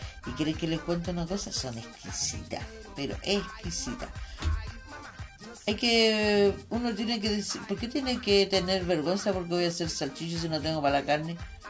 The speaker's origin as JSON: {"language": "Spanish", "country": "Chile"}